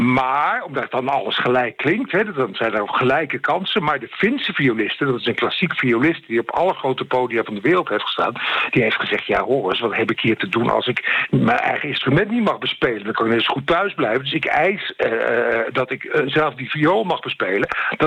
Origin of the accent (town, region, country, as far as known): Netherlands